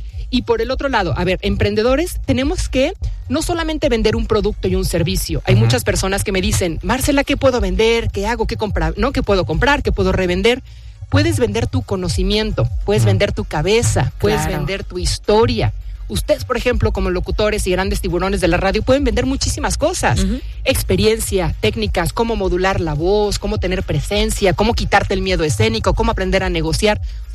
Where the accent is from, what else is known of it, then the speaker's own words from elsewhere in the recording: Mexico; Yo, sí es cierto, yo soy mexicano, yo echo la mano